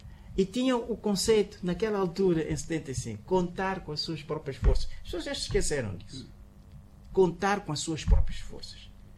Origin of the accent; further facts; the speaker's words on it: Mozambique; estamos a querer compreender quem somos nós como moçambicanos